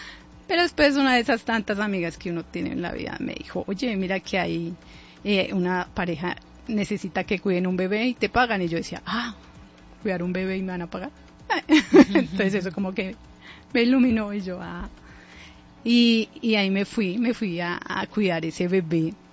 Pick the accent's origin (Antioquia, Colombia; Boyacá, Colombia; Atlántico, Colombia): Boyacá, Colombia; Garagoa; now in Bogotá, Colombia; Bueno, yo soy de Boyacá, de Garagoa.